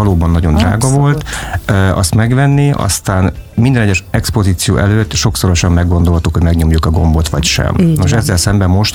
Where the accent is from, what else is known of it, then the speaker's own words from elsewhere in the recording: Ajak, Szabolcs-Szatmár-Bereg, Hungary; Magyarul egy vizuális kultúrával átitatott népi hagyományrendszerben nőttem föl vidéken, Ajakon, ez Kisvárda mellett egy falu, akkor falu volt, most kisváros